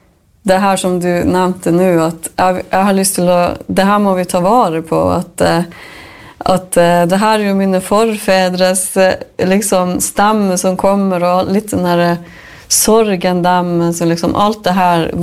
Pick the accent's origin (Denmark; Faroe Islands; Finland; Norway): Norway; Jag tänkte, ja, jag är ju same. Såklart har jag lov till att bo i en lavvo och gamme hvis jag vill, men i följe norske lover så har jag ju inte det då.